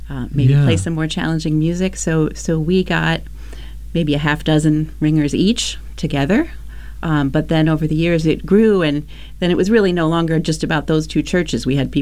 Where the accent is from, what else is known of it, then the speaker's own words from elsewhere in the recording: Illinois, United States; moved away as an adult; now in Connecticut, United States; I grew up in southern Illinois on a farm in the St. Louis area.